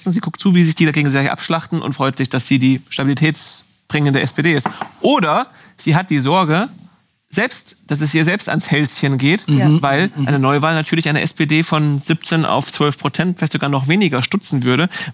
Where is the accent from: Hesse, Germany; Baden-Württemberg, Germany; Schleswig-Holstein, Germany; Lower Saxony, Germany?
Hesse, Germany; ich bin ja Hesse